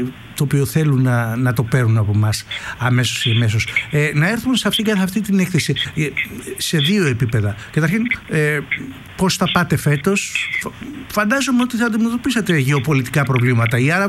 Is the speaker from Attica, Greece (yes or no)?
yes; Piraeus, Attica, Greece; Ναι, εγώ είμαι Πειραιώτης όμως, θα μετράω από τον Πειραιά.